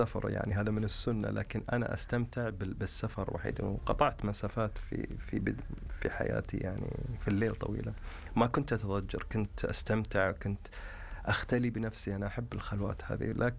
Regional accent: Saudi Arabia; في قصص كثيرة عندنا في السعودية

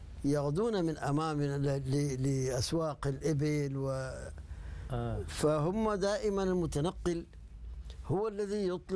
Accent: Sudan

